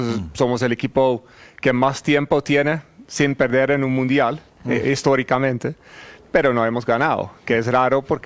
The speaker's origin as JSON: {"language": "Spanish", "country": "Netherlands", "said": "Nosotros somos neerlandeses, pero claramente y principalmente por el fútbol nos convertimos en Holanda, en holandeses."}